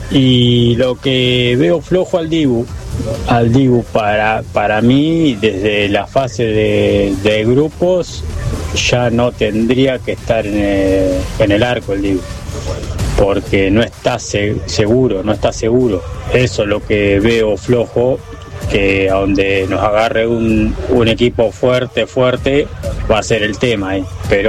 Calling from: Tandil, Buenos Aires Province, Argentina; de Tandil.

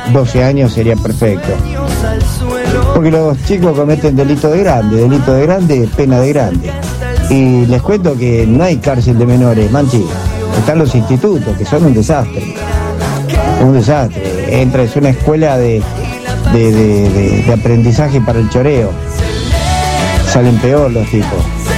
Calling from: Buenos Aires, Argentina; de Floresta 967.

